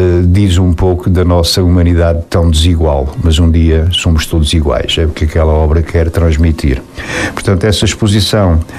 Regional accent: Portugal; born there; eu nasci em Gafes

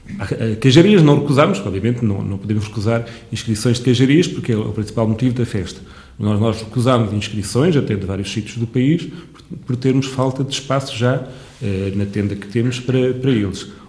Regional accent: Soalheira, Castelo Branco, Portugal; quando nós dizemos que somos da Soalheira, toda a gente diz a terra do queijo ou a terra do bom queijo

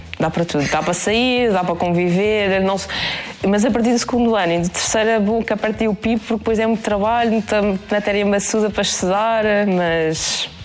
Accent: Algarve, Portugal; ainda te sou do Algarve, professora.

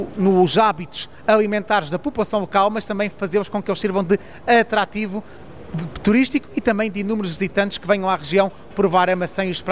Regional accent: Portugal; Bem, eu adoro carne, mas um bom peixe, enquanto português, também está muito ligado à nossa identidade.

